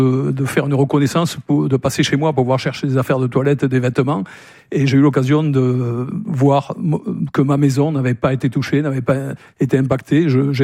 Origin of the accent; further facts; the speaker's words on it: Nouvelle-Aquitaine, France; dans ma région d'origine, du côté de Mousteil, dans la Haute-Lande